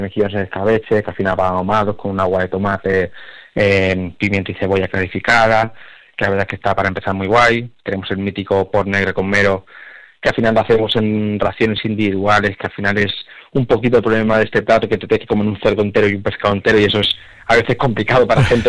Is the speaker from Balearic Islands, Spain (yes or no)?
yes; Mallorca, Balearic Islands, Spain; also born or lived in Madrid; yo soy madrileño, pero como siempre digo, soy una persona que Madrid me ha visto nacer, pero Mallorca me ha visto crecer. Yo soy más mallorquín que mi mujer, que es mallorquina.